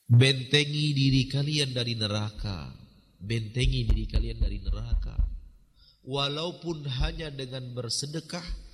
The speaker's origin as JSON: {"language": "Indonesian", "region": "Sumatra", "country": "Indonesia", "moved": "yes", "said": "kami orang Sumatera"}